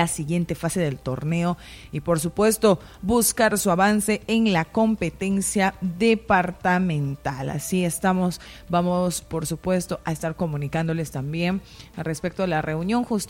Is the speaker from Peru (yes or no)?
yes; Peru; A una semana de haber asistido como peruanos, ciudadanos responsables a las urnas a votar